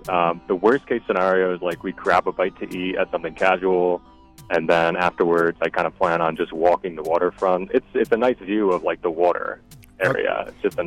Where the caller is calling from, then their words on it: Middletown, New York, United States; Middletown, Newburgh area.